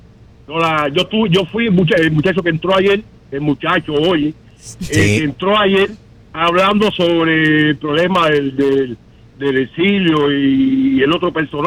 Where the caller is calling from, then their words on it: Michigan, United States; El problema es que yo vivo en Michigan. Yo soy de Michigan.